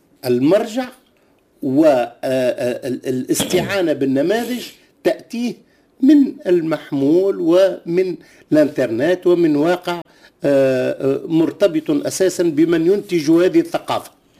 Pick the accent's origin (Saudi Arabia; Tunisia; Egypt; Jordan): Tunisia; South; انا ابن الجنوب وادرك ما اقول، حينما ارى منطقة المناجم على ما هي عليه